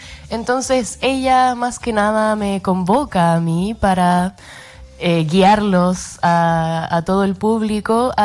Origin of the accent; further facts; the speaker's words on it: Santiago, Santiago Metropolitan Region, Chile; soy de Santiago.